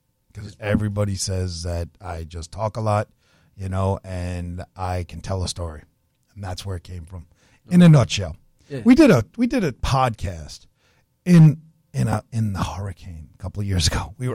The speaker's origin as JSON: {"language": "English", "region": "New York", "country": "United States", "tie": "born or raised there", "also_born_or_lived": "Chicago", "moved": "yes", "said": "I'm born and raised in New York."}